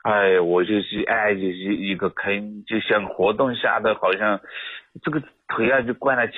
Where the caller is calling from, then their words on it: Deyang, Sichuan, China; 哎，我呢是四川德阳的。